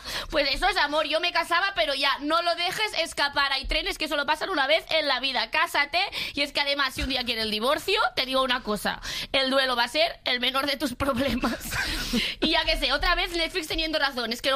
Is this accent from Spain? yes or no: yes; Andalusia, Spain; Aquí sí, sí que soy andaluza.